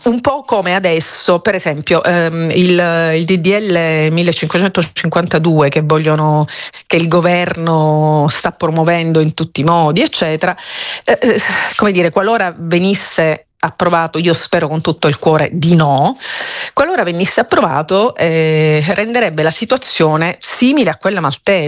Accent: Sicily, Italy; also born or lived in Milan; now in Malta; Io sono siciliana

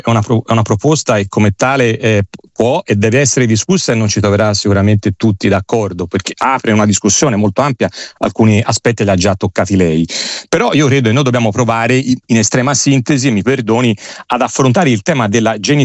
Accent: Tuscany, Italy; Io vengo dalla Toscana, quindi sono contentissimo che la mia regione abbia già si sia già attivata in questo senso

